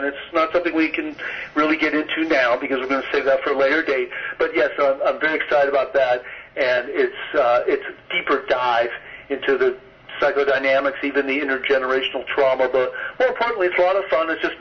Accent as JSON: {"language": "English", "town": "Los Angeles", "region": "California", "country": "United States", "tie": "born or raised there", "said": "I haven't seen another story about growing up in West L.A. in the 1970s that relies on the music and the culture"}